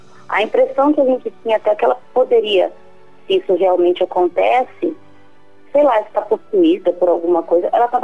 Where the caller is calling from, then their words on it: Magda, São Paulo, Brazil; Eu falo de Magda, São Paulo.